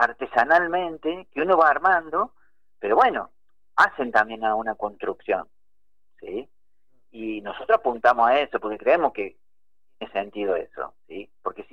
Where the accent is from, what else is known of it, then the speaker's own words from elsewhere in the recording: Córdoba, Argentina; accent: cordobés; yo soy cordobés, ¿no? Lo voy a decir en cordobés